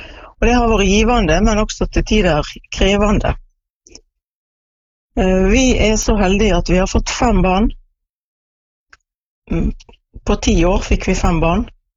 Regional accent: Askøy, Vestland, Norway; now in Stranda, Norway; Jeg bor på Stranda sammen med mannen min. Men jeg født og oppvokst på Askøy.

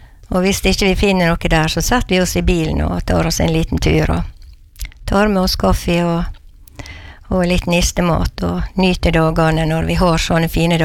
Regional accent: Brattvåg, Møre og Romsdal, Norway; now in Ellingsøya, Norway; Og egentlig så jeg fra Brattvåg, der jeg vokste opp.

